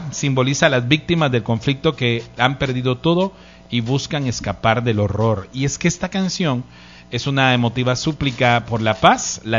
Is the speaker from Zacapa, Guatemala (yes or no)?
no; Salamá, Baja Verapaz, Guatemala; born there; moved away; Se me hace muy de allá en mi pueblo de Salamá.